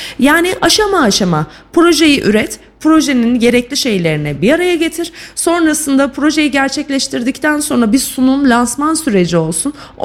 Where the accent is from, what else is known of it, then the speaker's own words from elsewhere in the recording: Sivas, Turkey; Ben Kayseri'de de görüyorum. Ben Sivaslıyım mesela.